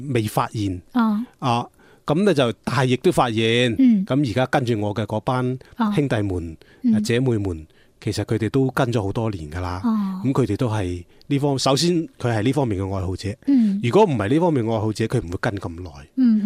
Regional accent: Lingnan, China; 咁所以我觉得佢系相当于留喺我哋岭南人嘅身上嘅血

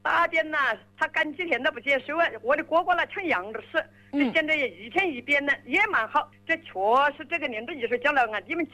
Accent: Maliang, Hubei, China; 我是荆门市沙洋县马良镇铜沙村。

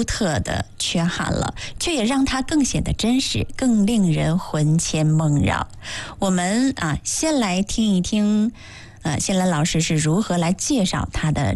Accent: Hulunbuir, Inner Mongolia, China; 我们的家乡呼伦贝尔越冷越热情

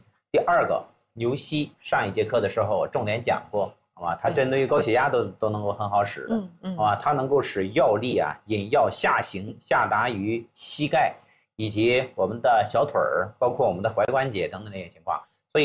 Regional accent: Hebei, China; accent: Hebei dialect; 我们河北话

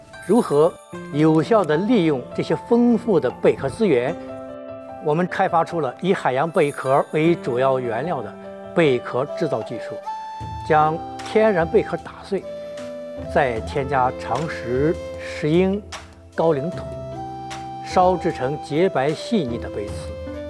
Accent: Shandong, China; 我的家乡山东武定，位于渤海湾西南岸，这里有大面积的贝壳滩

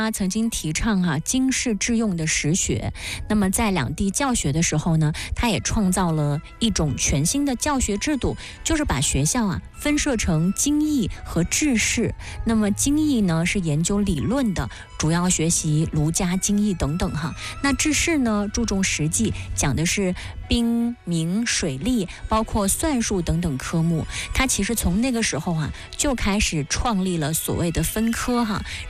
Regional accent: Jiangsu, China; 我们江苏人

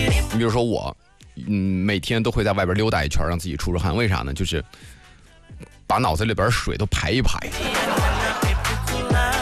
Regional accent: Nangong, Hebei, China; now in Shijiazhuang, China; 我的家乡邢台南宫就说不扎下

